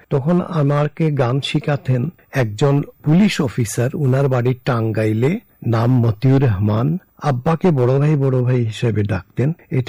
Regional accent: Sylhet, Sylhet Division, Bangladesh; born there; also born or lived in Assam, India; আমার পাকিস্তানের অংশে আমার দেশের বাড়ি পড়ে গেছে সিলেট, আমি সিলেটেই চলে যাব।

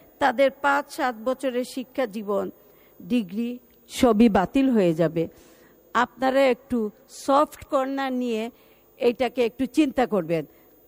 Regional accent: Sylhet, Sylhet Division, Bangladesh; আমি সিলেটের মেয়ে

